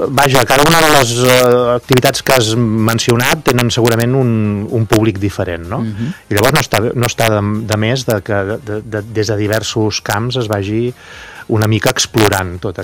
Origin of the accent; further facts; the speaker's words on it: Mataró, Catalonia, Spain; sóc del Maresme, sóc de Mataró.